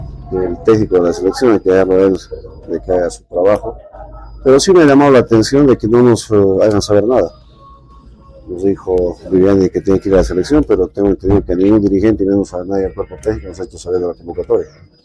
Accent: Bolivia

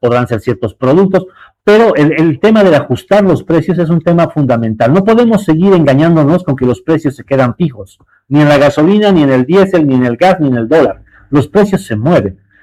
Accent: Bolivia; No podemos seguir como bolivianos esperando que una autoridad de turno sea la que decida si el precio sube o baja.

